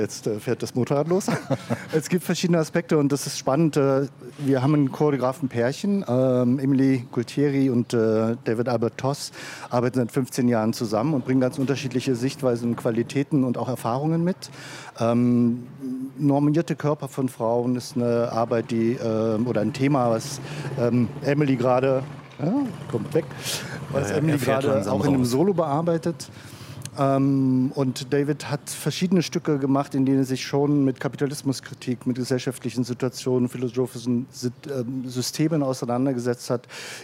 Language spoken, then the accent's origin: German; eastern Germany, Germany; Ich bin im Osten groß geworden, ich habe viele Frauenkollektive erlebt